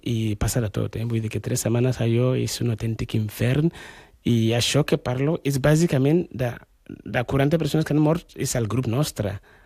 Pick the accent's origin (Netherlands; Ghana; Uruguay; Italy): Ghana; also born or lived in Libya; now in Spain